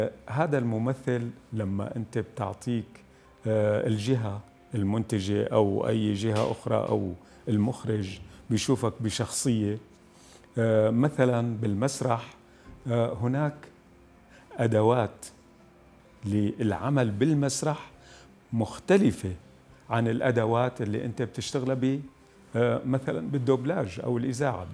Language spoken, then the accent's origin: Arabic; Quneitra Governorate, Syria; now in Damascus, Syria; لا شك بأنه النشأة تعرف هي بقرية بمنطقة البطيحة. هاي القرية لهجتنا هي موجودة بين فلسطين، جنوب لبنان، درعا والجانب السوري، فهي منطقة ربط